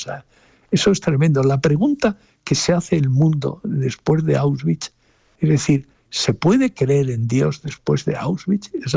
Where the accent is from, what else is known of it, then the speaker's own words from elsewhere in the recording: Cádiz, Andalusia, Spain; vete tú a mi tierra a decirle a un gaditano que hay que vivir por el deber, ¿no?